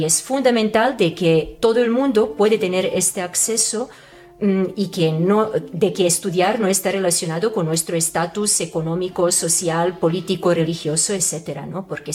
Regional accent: Serbia; Spanish is a second language; moved away as an adult; país, de mi país, después de todo lo que ha pasado. Yo tengo que admitir de que realmente cuando salí de Serbia yo estaba agotada.

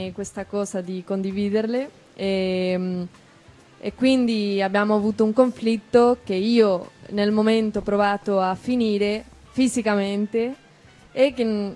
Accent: Spain; Italian is a second language; e mi ero trovata con questa amica anche spagnola, sono spagnola, ok?

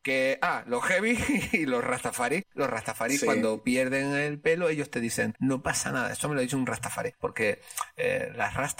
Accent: La Palma, Canary Islands, Spain; al menos yo lo que recuerdo mucho en La Palma, desde donde yo soy

